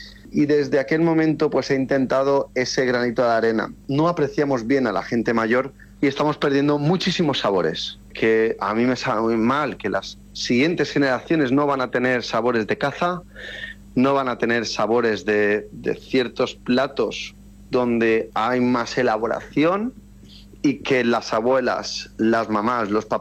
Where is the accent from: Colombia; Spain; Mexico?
Spain; Balearic Islands